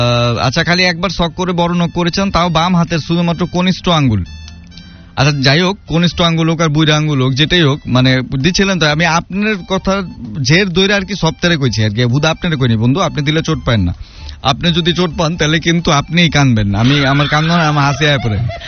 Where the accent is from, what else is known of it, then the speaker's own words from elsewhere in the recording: Dhaka, Dhaka Division, Bangladesh; আমার গ্রামের বাড়ি ভাই আমি পুরান ঢাকারই অরিজিনাল, আমার গ্রামের বাড়ি এটাই।